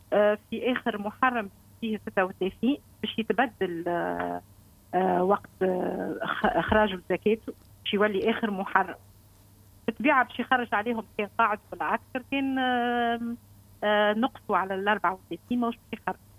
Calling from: Tunisia

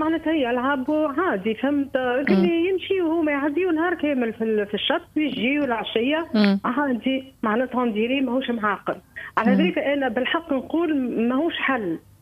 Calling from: Korba, Nabeul Governorate, Tunisia

